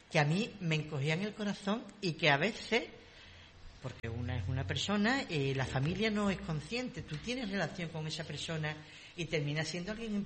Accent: Cádiz, Andalusia, Spain; born there; En Cádiz capital. En el barrio Santa María.

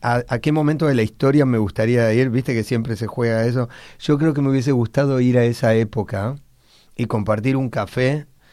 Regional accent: Buenos Aires, Argentina; me habla también de mi apego a mi ciudad, que es Buenos Aires.

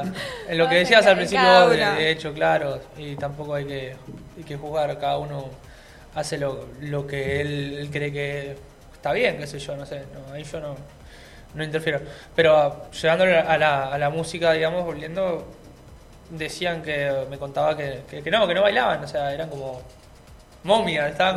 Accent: Argentina; por cómo somos nosotros los argentinos, en realidad.

